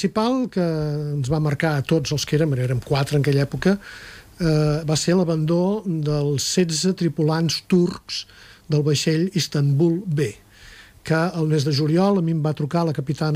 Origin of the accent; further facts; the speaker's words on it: Tarragona, Catalonia, Spain; Jo sóc fill del barri del Port, vull dir, vaig néixer l'any 53 al carrer Castellarnau, he viscut tota la vida tocant el Port.